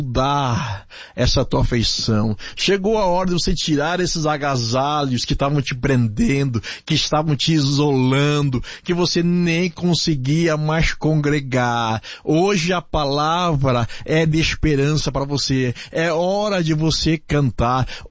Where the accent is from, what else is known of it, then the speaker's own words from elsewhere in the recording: Carazinho, Rio Grande do Sul, Brazil; now in São Paulo, Brazil; Sou gaúcho, da cidade de Carazinho, Rio Grande do Sul